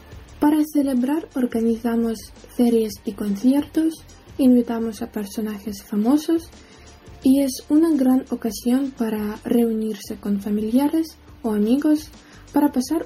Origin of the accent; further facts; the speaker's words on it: Kirovohrad Oblast, Ukraine; Espero que después de mi relato os quedéis interesados por mi tierra natal, la región de Kirovohrad, y sin falta la visitaréis cuando termine la guerra y Ucrania vuelva a la vida en paz y prosperidad.